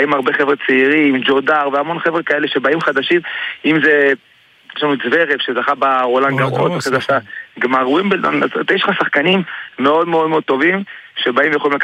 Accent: Jerusalem, Jerusalem District, Israel; אני עכשיו בירושלים, בעיר הבירה, במרכז הטניס ירושלים, איפה שגדלתי

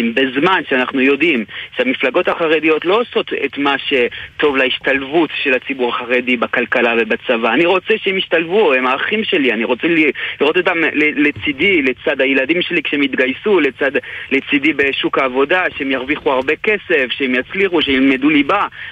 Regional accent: Canada; now in Israel; אני קנדי מנומס

